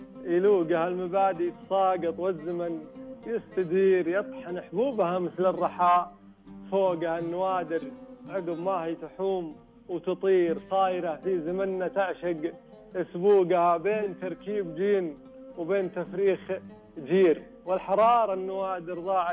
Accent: North, Saudi Arabia; حنا عندنا بالشمال طال عمرك فيها تكاتف اجتماعي، وتكاتف اجتماعي موجود بالمملكة كلها الحمد لله

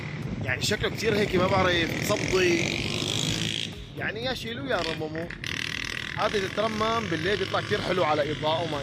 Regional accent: Hama, Hama Governorate, Syria; هذا الدوار الكرة الأرضية عندنا بحماة يا جماعة

